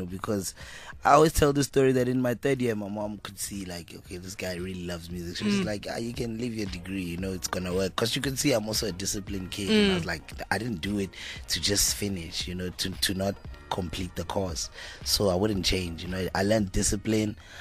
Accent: Ga-Rankuwa, North West, South Africa; I grew up in Zone 2, ne?

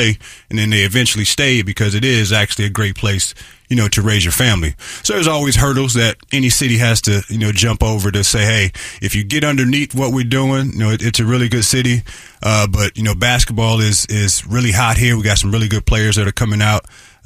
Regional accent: St. Louis, Missouri, United States; I'm from St. Louis, so everywhere I go, we talk about St. Louis, and obviously I'm a basketball guy

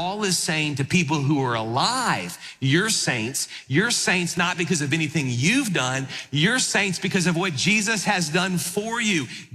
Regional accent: New Orleans, Louisiana, United States; I grew up in New Orleans. All my buddies growing up were Catholic, and so I heard about the saints in the Catholic Church.

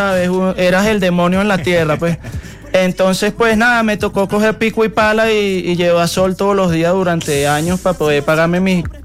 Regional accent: Venezuela; para nosotros como venezolanos

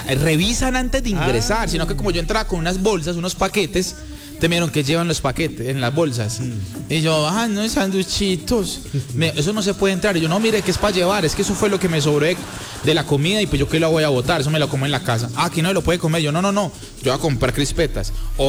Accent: Medellín, Antioquia, Colombia; also born or lived in Dabeiba, Antioquia; now in Bogotá, Colombia; yo soy de Dabeiba, Antioquia, criado en Medellín y vivo en Bogotá hace 15 años. O sea, soy una mezcla muy loca.

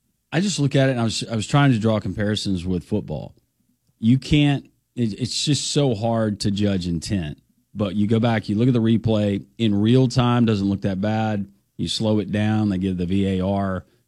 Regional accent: United States; me as an American

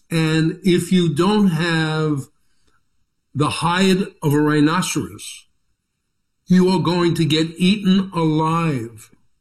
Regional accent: New York, United States; I remember walking around New York, and I had my own group of consiglieri that I'm a New Yorker

